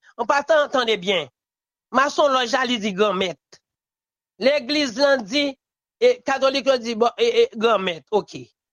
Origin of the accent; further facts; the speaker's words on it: Haiti; moi-même, je sens que je suis frustré en tant que haïtien